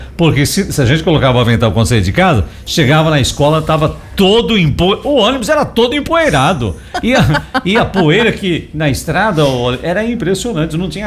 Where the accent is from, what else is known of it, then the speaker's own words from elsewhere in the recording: Taquaritinga, São Paulo, Brazil; born there; eu vim de Jardineira, não tinha nem asfalto, demorava uma hora para vir de Vila Alegre a Taquaritinga